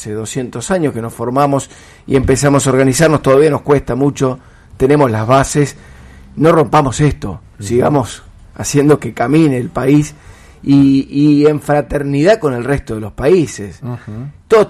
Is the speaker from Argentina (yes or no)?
yes; Argentina